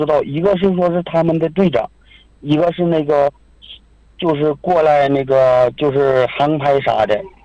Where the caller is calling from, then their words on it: Inner Mongolia, China; 新安蒙可有前旗阿里达尔西恩木嘎查，